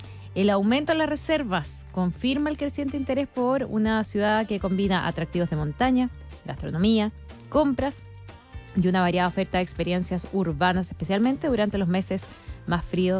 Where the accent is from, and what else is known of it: Chile